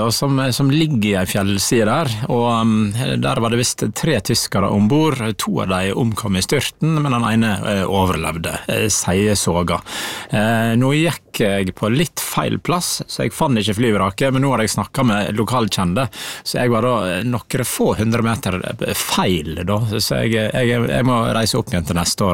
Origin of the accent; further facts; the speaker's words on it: Naustdal, Vestland, Norway; Jeg kommer fra Naustdal, som nå har blitt en del av Sunnfjord kommune, og det mange plasser der jeg ikke har vært.